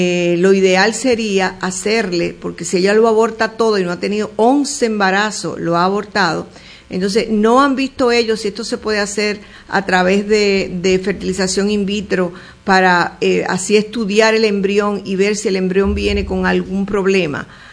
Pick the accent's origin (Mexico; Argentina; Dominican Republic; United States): Dominican Republic; porque somos dominicanos